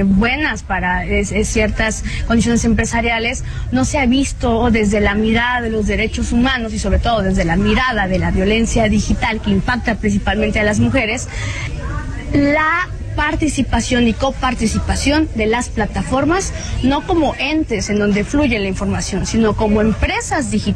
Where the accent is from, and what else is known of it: Mexico